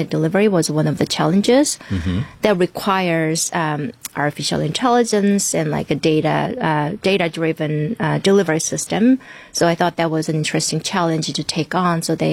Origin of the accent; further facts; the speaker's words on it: South Korea; English is a second language; I think growing up in South Korea, I didn't know what are the career options that I had.